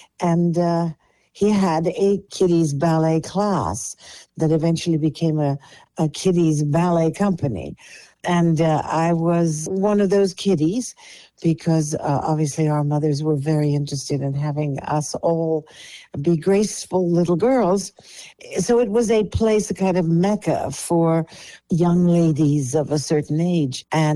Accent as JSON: {"language": "English", "town": "Los Angeles", "region": "California", "country": "United States", "tie": "born or raised there", "first_language": "Polish", "second_language": "English", "said": "I was born into the Hollywood of a very small community."}